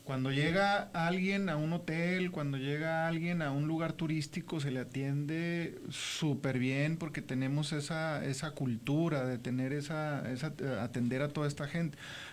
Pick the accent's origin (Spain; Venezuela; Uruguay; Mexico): Mexico; Estamos mal nosotros, ¿no? Como mexicanos.